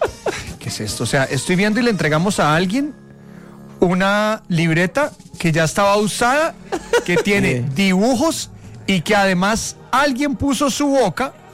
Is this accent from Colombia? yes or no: yes; Colombia; alguien que nos ha unido muchas veces como colombianos a través de diferentes sentimientos, de emoción por nuestras tierras, de emoción por lo que se puede hacer en Colombia